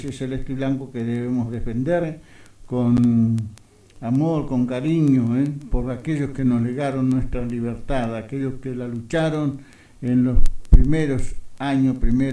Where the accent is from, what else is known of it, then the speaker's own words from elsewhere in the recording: Argentina; mi pueblo argentino